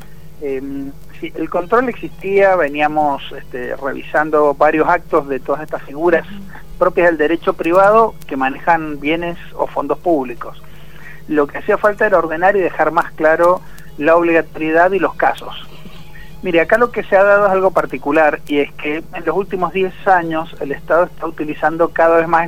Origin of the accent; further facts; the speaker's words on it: Mendoza, Argentina; los dueños somos los mendocinos